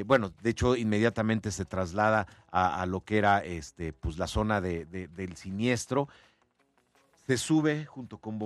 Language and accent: Spanish; Mexico; O sea, totalmente ese orgullo de decir, soy mexicano, pero en verdad soy mexicano, no nada más cuando es 15 de septiembre. Hay que sentirnos orgullosos de la tierra en la que vivimos, porque nuestra patria es rica.